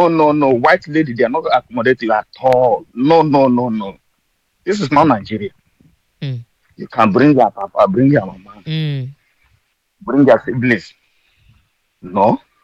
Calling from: Germany; I'm calling from Germany.

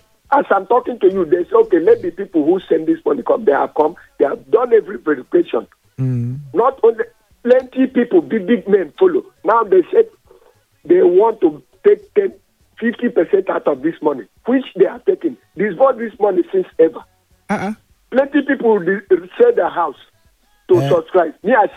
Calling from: Ikorodu, Lagos, Nigeria; I'm calling from Imota Ikorodu.

